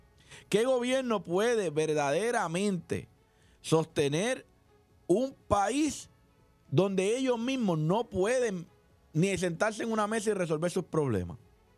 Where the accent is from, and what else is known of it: Puerto Rico